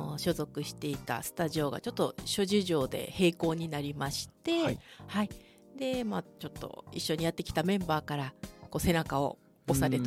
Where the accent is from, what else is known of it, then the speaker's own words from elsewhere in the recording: Nago, Okinawa, Japan; accent: Nago accent; バリバリ地元名護です。